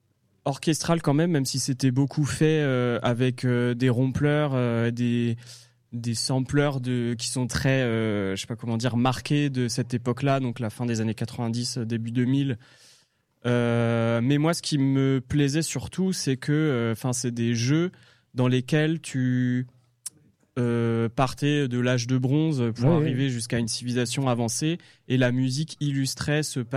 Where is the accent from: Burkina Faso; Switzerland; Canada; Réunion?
Réunion; also born or lived in Rouen; quand on me demande d'où je suis, j'ai un peu du mal à répondre parce que je suis né à Rouen, j'ai grandi à l'île de la Réunion.